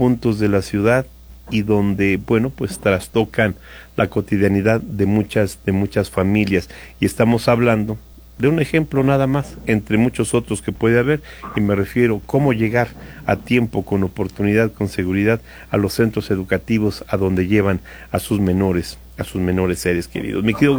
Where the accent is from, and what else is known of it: Hidalgo, Mexico